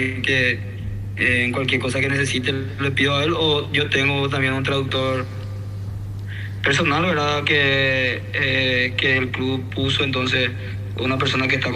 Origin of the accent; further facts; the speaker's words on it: Paraguay; moved away as an adult; vengo de Paraguay, que soy sudamericano